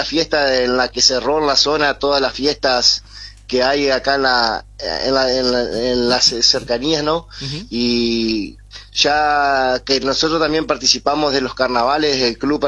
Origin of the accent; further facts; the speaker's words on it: Chajarí, Entre Ríos, Argentina; yo soy nacido y criado acá en Chajarí, en el barrio donde lleva el nombre de nuestro club San Clemente, y he pasado toda mi vida aquí.